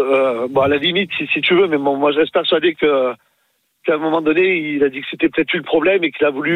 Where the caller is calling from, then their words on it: Marseille, Provence-Alpes-Côte d'Azur, France; Moi je suis à Marseille